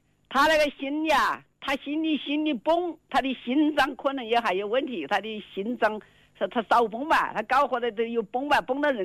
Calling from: Wuhan, Hubei, China; 我们是东西湖吧。

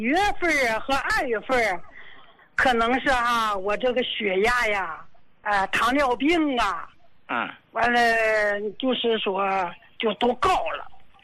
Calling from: Dalian, Liaoning, China; 我是大连的。我今年70岁。

